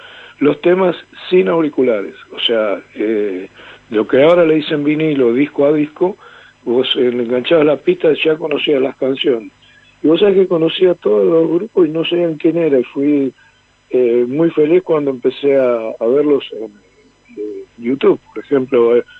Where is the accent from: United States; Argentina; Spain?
Argentina; Valentín Alsina, Buenos Aires Province; now in Gerli, Argentina; Yo soy oriundo de Valentín Alsina, pero ahora estoy jubilado, vivo solo en Gerli, que pertenece a Lanús.